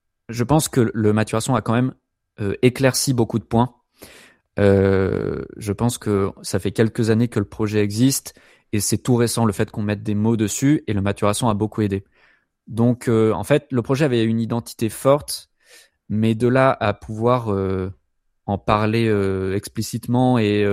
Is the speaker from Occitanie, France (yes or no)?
yes; Montpellier, Occitanie, France; C'est ça. Donc … et moi, on est de Montpellier.